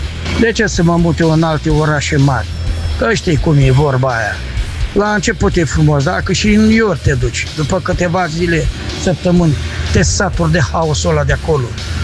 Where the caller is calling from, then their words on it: Brăila, Brăila County, Romania; Rămân aici, la Brăila.